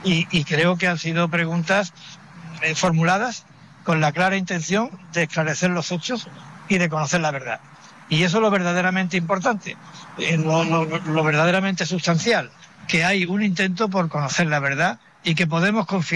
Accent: Ceuta, Spain; Lo digo como responsable público y lo digo como ciudadano. Lo digo como ceutí y lo digo como español.

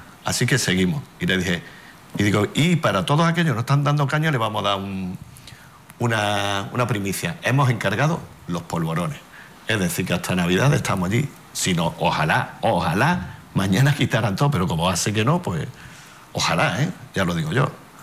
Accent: Cádiz, Andalusia, Spain; Yo soy Ceuta. Yo soy de Cádiz, yo soy Ceuta.

